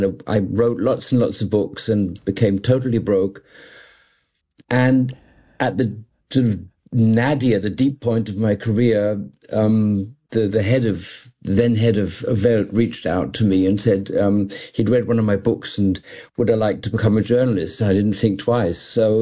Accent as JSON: {"language": "English", "country": "Malaysia", "tie": "born or raised there", "also_born_or_lived": "London", "moved": "yes", "lives_now": "Germany", "said": "I was born in London and grew up in what it was then the Federation of Malaya, became Malaysia later. Still, sort of both of them second homes."}